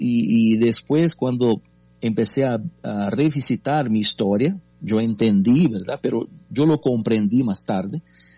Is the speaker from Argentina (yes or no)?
no; Brazil